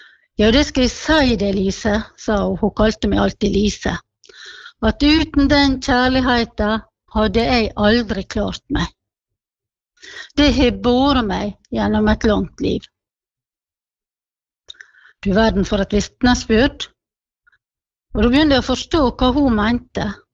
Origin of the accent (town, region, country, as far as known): Giske, Møre og Romsdal, Norway; born or raised there; now in Sykkylven, Norway